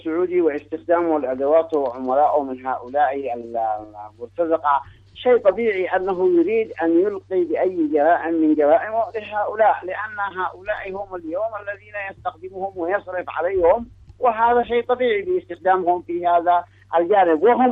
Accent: Yemen; نحن كيمنيين

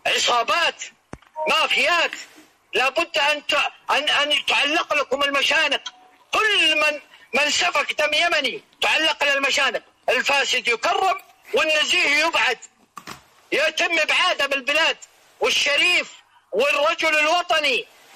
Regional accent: Saudi Arabia; لم نرد ولم نفتح مساحة أبدا كسعوديين

